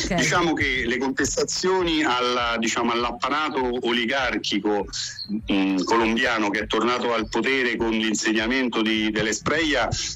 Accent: Terni, Umbria, Italy; io che sono di Terni

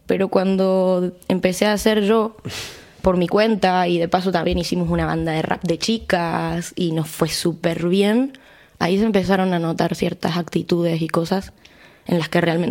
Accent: Córdoba, Argentina; now in Spain; yo vengo de Córdoba capital.

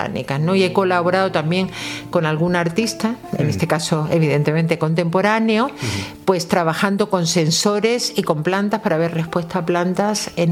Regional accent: Melilla, Spain; yo soy de Melilla también y siempre en casa había muchas plantas suculentas

